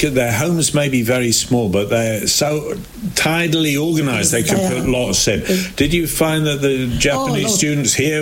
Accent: Yorkshire and the Humber, United Kingdom; for us, in growing up in Yorkshire

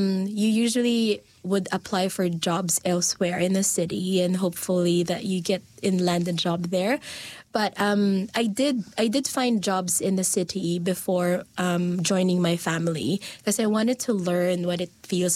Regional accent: Quezon City, Metro Manila, Philippines; also born or lived in Bulacan; now in New Zealand; So I was born in Bukawe, Bulacan. So it's a province nearby Manila. And then I grew up, I was raised and I grew up mainly in Manila, Quezon City, with my parents and my two siblings.

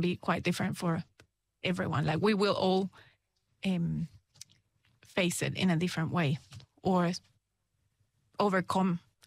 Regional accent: Guatemala City, Guatemala; English is a second language; moved away as an adult; also born or lived in Nicaragua; now in Ashburton, New Zealand; I lived in Guatemala for 26 years. Then we moved to Nicaragua

